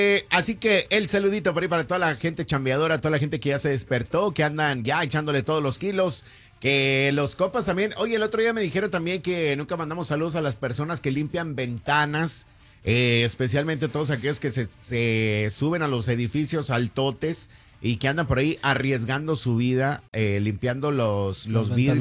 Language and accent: Spanish; Mexico; sí, soy de mexicano de hueso colorado.